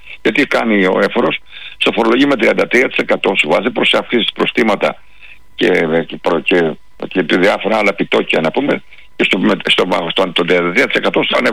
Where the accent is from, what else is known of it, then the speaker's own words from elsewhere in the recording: Chania, Crete, Greece; στα Χανιά, στην πατρίδα μου, που λέω τώρα εγώ.